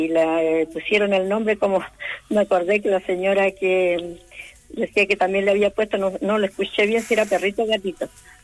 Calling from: Paipote, Atacama, Chile; Sí, yo llamo de Paipote.

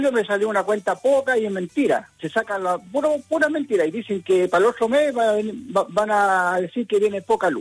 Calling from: Copiapó, Atacama, Chile; De Coviapó

